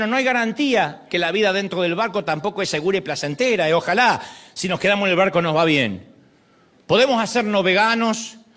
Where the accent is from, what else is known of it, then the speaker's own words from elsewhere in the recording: Argentina; now in United States; 3 colectivos, le decimos en mi país